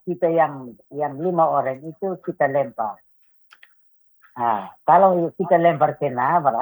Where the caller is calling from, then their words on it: East Nusa Tenggara, Indonesia; Kita orang Manomelon